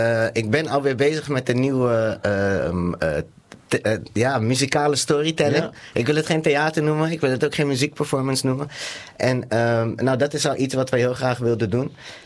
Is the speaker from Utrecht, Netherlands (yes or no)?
yes; Utrecht, Netherlands; Ik kom zelf uit Utrecht